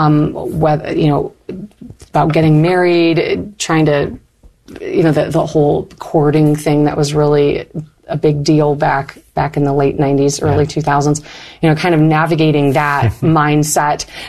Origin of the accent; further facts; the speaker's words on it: Marquette, Michigan, United States; Northern Michigan University is also in my hometown.